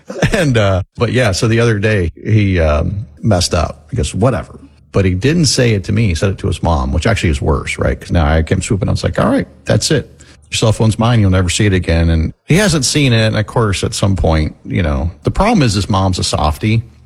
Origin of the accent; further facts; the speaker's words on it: Florida, United States; And so we were aware growing up in Florida that school teachers in Florida didn't get paid as much as school teachers, you know, in other places.